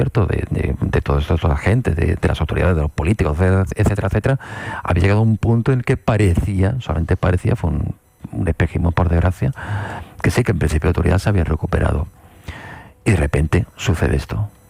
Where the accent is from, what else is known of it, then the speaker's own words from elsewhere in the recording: Seville, Andalusia, Spain; moved away as an adult; now in Algeciras, Spain; soy de Sevilla y gran parte de mi familia está en Sevilla